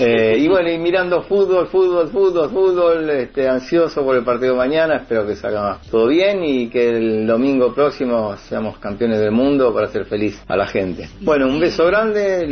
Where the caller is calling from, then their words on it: Quilmes, Buenos Aires Province, Argentina; de Quilmes.